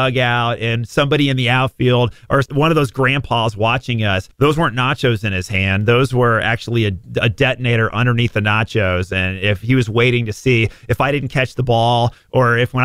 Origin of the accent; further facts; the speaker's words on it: Dallas, Texas, United States; I'm around 10, 11 years old, growing up in Dallas, Texas